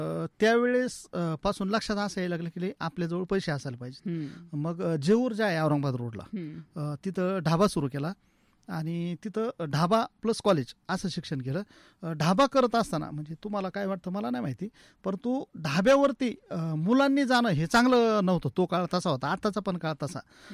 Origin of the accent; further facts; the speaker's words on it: Ahmednagar, Maharashtra, India; तर मी आहे मूळचा सावडीचा, आणि नदीच्या वरती बोलेगावला आमची जमीन होती, त्याच्यामुळे रेडिओ नगर जशी शिना नदीच्या कडेला आहे का, तसा मी शिना नदीच्या कडेचाच आहे।